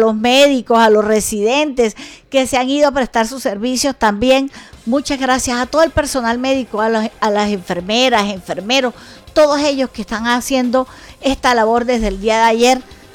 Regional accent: Colombia

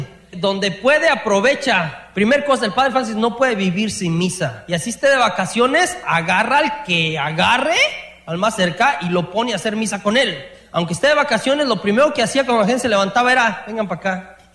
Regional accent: Mexico; Tenemos un mal, muchos de los que venimos de México

